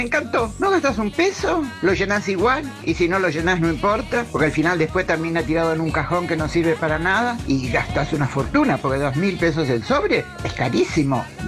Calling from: Buenos Aires, Argentina; Vivo en Versalles.

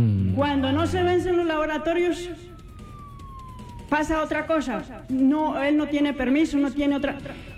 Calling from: Santa Marta, Magdalena, Colombia; yo no vivo aquí, yo vivo en Santa Marta.

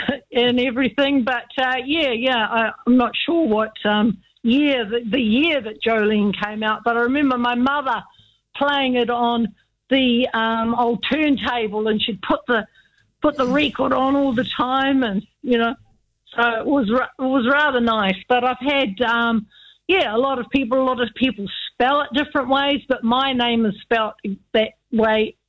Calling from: Papamoa, Bay of Plenty, New Zealand; I'm calling from Papamoa, and I'm 72 on Friday

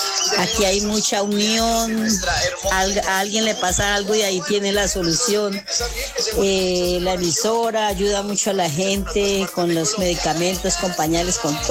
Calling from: Ibagué, Tolima, Colombia; Yo me siento orgullosa de mi tierra y de mi departamento, pero de mi bella Ibagué me siento orgullosa

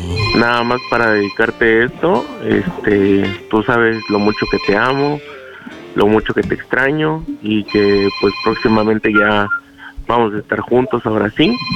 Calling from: Morelos, Mexico; yo soy de Morelos y ella es de Oaxaca.

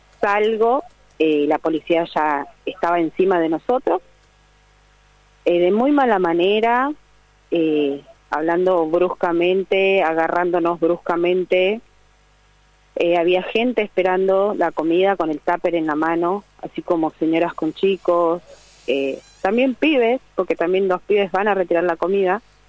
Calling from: Buenos Aires, Argentina; nosotros somos de la Villa 21, 24

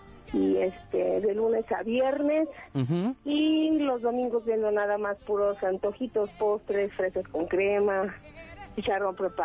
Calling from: Calpulalpan, Tlaxcala, Mexico; Desde Calpulalpan, Tlaxcala

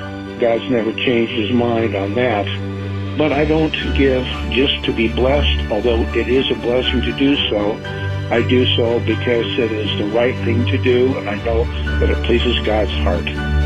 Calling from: Ridgeville, Indiana, United States; I'm calling from Ridgeville, Indiana.

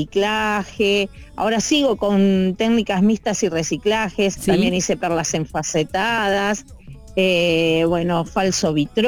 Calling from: Florencio Varela, Buenos Aires Province, Argentina; Soy de Florencio Varela, ¿sí? Del barrio San Martín.

